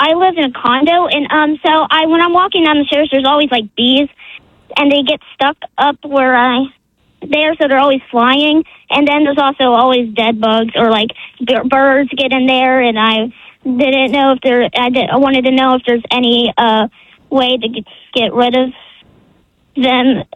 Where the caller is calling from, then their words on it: United States; I'm calling from Peachtree area.